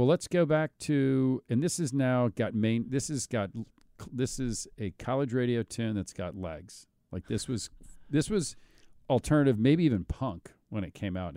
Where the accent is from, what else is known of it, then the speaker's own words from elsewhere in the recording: Georgia, United States; moved away; I'm from Georgia and Drew is from South Carolina